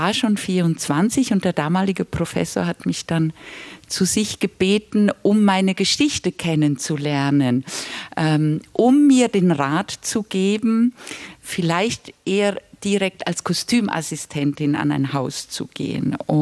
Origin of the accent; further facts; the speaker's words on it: Switzerland; ich bin dann in der Schweiz geboren, aber trotzdem in so einem Schmelztiegel aufgewachsen zwischen einer Kultur aus Prag mit wahnsinnig viel Theater und Kultur und so weiter